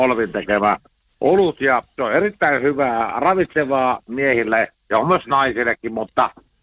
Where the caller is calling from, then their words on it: Lahti, Päijät-Häme, Finland; minä asun Lahdessa normaalisti, nyt olen vaan mökillä